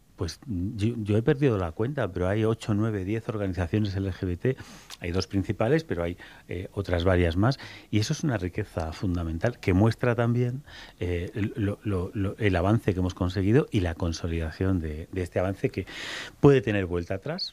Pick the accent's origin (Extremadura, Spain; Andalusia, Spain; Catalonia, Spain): Extremadura, Spain